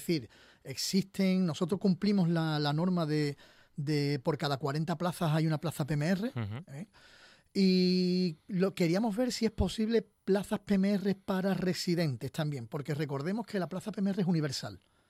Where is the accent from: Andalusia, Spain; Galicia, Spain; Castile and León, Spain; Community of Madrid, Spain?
Andalusia, Spain; Cádiz; Entonces, la gente de fuera, es que Cádiz tiene lo que tiene, es que somos una ciudad muy pequeñita, sí, muy bonita, a lo mejor del mundo, más maravilloso.